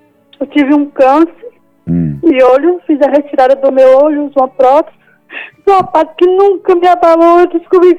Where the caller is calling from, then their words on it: Picos, Piauí, Brazil; Eu falo de Picos, Piauí